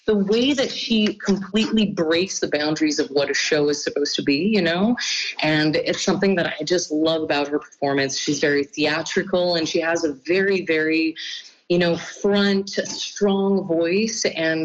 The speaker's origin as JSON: {"language": "English", "town": "Montreal", "region": "Quebec", "country": "Canada", "tie": "born there", "also_born_or_lived": "Victoriaville / Gatineau / Australia / Granby", "said": "I grew up in Montreal, I moved out to Victoriaville, I lived in Gatineau, I lived in Australia for a full year. And when I got to Granby"}